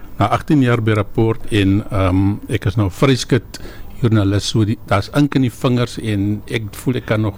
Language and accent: Afrikaans; Strand, Western Cape, South Africa; also born or lived in Lusikisiki, Eastern Cape; So ek is in die Ooskaap gebore, Lusiki Siki, maar in 1968 het ons strand toe gekom en the village of the strand raised me. Ek het groot geword in South End, strand, ek is baie trots om te sê, ek is van die strand